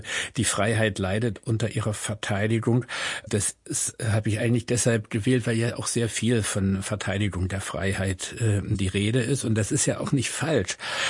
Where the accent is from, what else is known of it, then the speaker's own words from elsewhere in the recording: East Germany, Germany; Ich bin ja im Osten groß geworden und habe dieses 89-90 durchaus auch als einen Wechsel von Abhängigkeiten, einen Wechsel von Freiheiten erlebt.